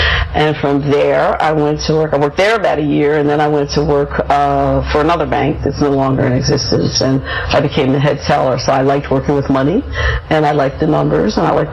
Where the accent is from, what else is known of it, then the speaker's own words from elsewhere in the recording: Philadelphia, Pennsylvania, United States; I grew up in West Philadelphia, in the Copps Creek area, with my parents and my sister.